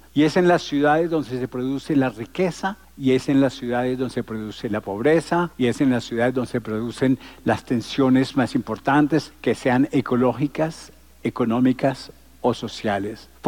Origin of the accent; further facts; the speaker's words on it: Colombia; moved away as an adult; now in France; yo nací en América Latina. Yo nací en Colombia hace 67 años y viví hasta los 20 años en Colombia. Vivo en Francia desde hace 47